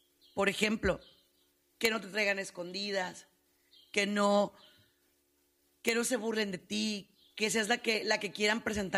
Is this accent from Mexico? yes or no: yes; Mexico; en el caso mío, de nosotros que somos mexicanos, pues somos muy vigueros, muy groseros.